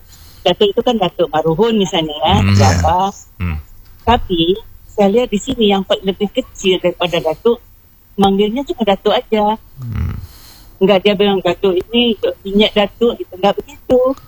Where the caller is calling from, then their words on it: Padang, West Sumatra, Indonesia; Saya sekarang ada di Padang. Karena saya kuliah di Padang. Terus saya mencoba tinggal di sini.